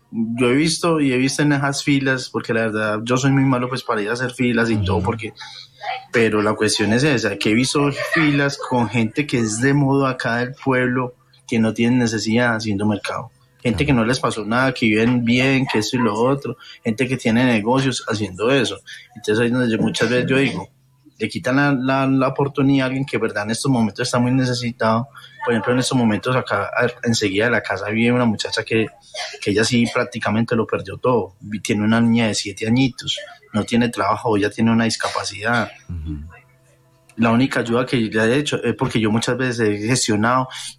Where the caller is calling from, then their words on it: Colombia; nosotros somos de Grisales, de la parte de atrás